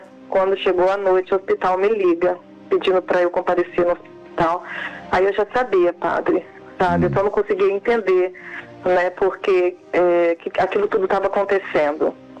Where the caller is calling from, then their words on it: Guarapari, Espírito Santo, Brazil; Eu falo de Guarapari, no Espírito Santo.